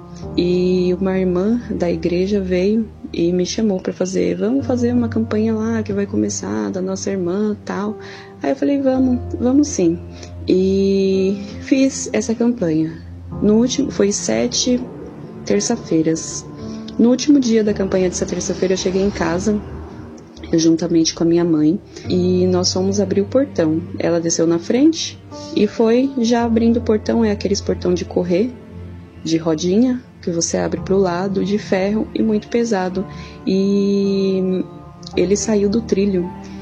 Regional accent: Guarulhos, São Paulo, Brazil; sou de Guarulhos.

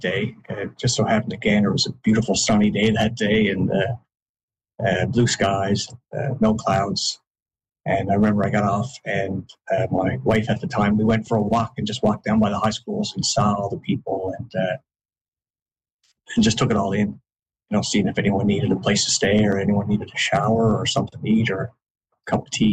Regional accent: Gander, Newfoundland and Labrador, Canada; just turned 26. I was a controller at that point for 5 years. I was born and raised in Gander as well.

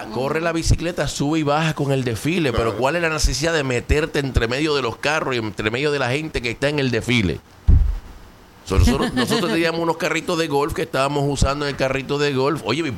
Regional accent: Puerto Rico; es porque somos boricua.

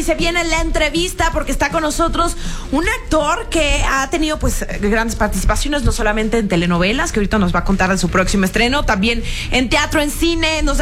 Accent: La Piedad, Michoacán, Mexico; ¡Ay, yo soy de La Piedad!

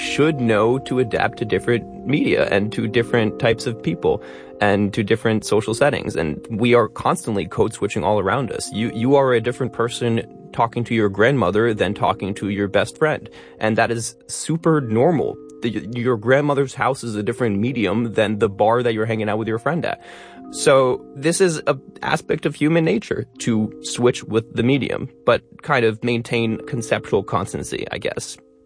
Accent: Albany, New York, United States; than my congressman where I grew up in Albany, New York, Paul Tonko.

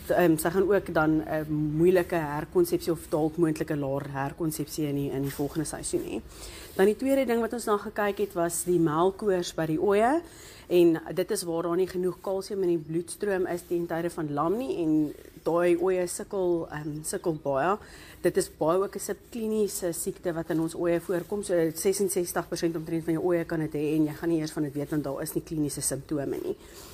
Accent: Pretoria, Gauteng, South Africa; ek kom van Pretoria af. Ek is gebore en getoe daar al my universiteitsloopbaan, alles het ek daar gedoen.

